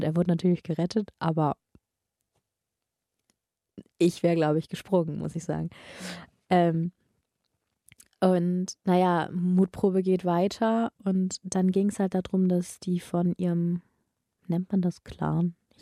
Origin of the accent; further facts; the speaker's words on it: Oldenburg, Lower Saxony, Germany; Ich dachte damals auch nicht, ich komme ja aus Oldenburg, dass es da auch so groß ist, aber es ist riesig.